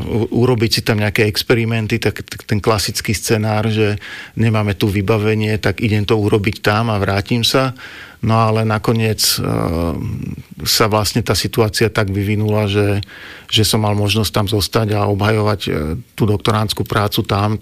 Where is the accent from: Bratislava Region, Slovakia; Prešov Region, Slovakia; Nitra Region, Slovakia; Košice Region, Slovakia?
Bratislava Region, Slovakia; Malacky; accent: Záhorie dialect; first language Záhorie dialect; also born or lived in Berlin; dá sa tak povedať, že som vlastne rodák a keďže je to taká výhodná poloha vzhľadom k Bratislave, tak vlastne nie je problém dochádzať do Bratislavy, takže som nikdy nemal vlastne potrebu sa odsťahovať alebo presťahovať do Bratislavy.